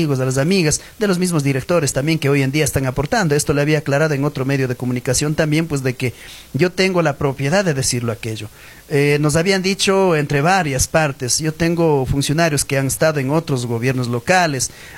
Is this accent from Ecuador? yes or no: yes; Ecuador; También como huamoteños, como ecuatorianos